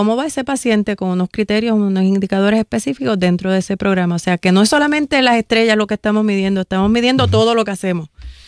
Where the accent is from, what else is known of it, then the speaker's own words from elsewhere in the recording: Moca, Puerto Rico; Yo soy del oeste de la isla, yo soy de Moca.